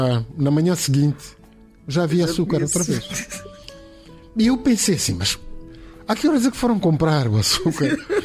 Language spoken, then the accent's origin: Portuguese; Mozambique